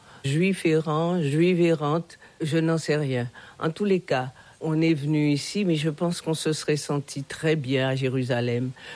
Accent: Saintes, Nouvelle-Aquitaine, France; born there; Oui, bien sûr, 3 mois, je suis né à Saintes, tout à fait par hasard. En tous les cas, je me sens complètement issu de cette terre, issu de cette histoire

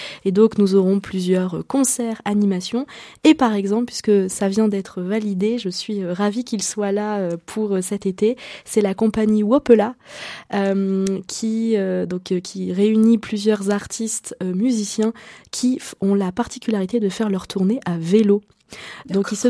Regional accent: Lille, Hauts-de-France, France; Et donc je viens du Nord, nous venons de Lille

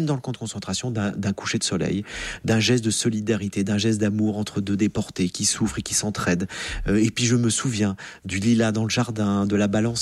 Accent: France; Surtout et en plus qu'en France, qu'on est français, on se plaint doublement.

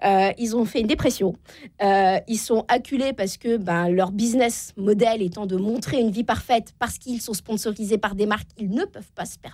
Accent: Normandy, France

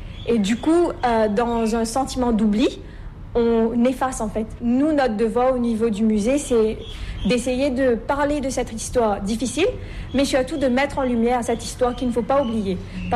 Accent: Mauritius

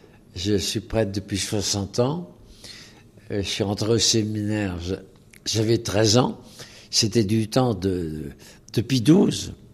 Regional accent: Rochefort, Nouvelle-Aquitaine, France; born there; je suis né à Rochefort, d'une famille de 15 enfants. Grande famille, magnifique, très pauvre. J'ai vécu dans la pauvreté.

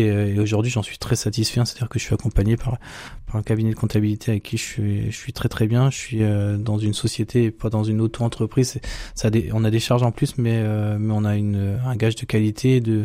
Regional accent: Argentan, Normandy, France; also born or lived in Caen; moi je suis issu d'Argentan, je suis un pur produit du terroir. Et je me suis exilé quelques années sur Caen

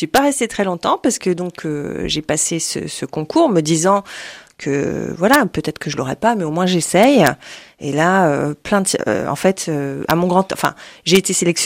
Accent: Grand Est, France; moved away; je reçois un coup de fil chez moi en Alsace

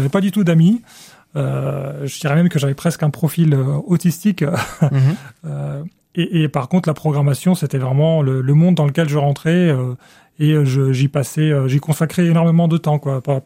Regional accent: Cairo, Cairo Governorate, Egypt; Pour me présenter très vite, j'ai grandi en Égypte, au Caire.

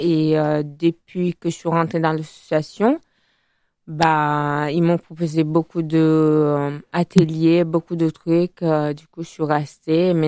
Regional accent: Italy; born or raised there; first language Italian; French is a second language; moved away as an adult; now in Bordeaux, France

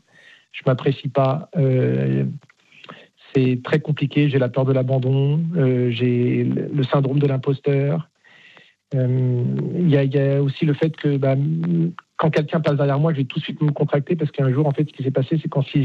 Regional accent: Nanterre, Île-de-France, France; also born or lived in Rueil-Malmaison; Donc, de base, moi, j'étais de Nanterre, j'étais dans une cité. Donc, je suis arrivé à Rueil-Malmaison. C'est pas du tout le même milieu et le même contexte.

